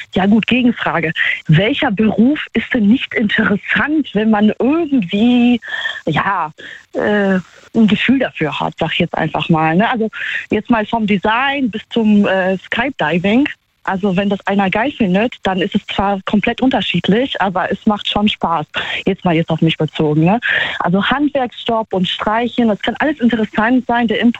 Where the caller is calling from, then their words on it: Trier, Rhineland-Palatinate, Germany; Hier, Trier.